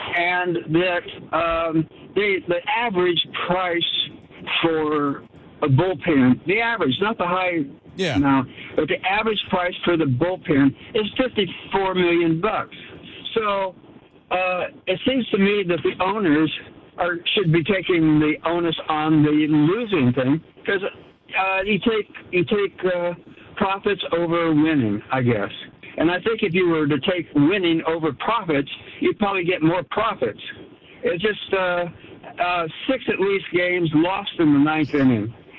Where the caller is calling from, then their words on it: Placerville, California, United States; We come from Placerville